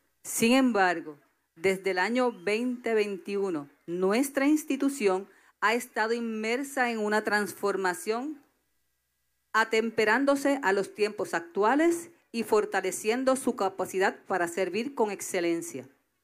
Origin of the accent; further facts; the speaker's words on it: Isabela, Puerto Rico; mi pueblo de Isabela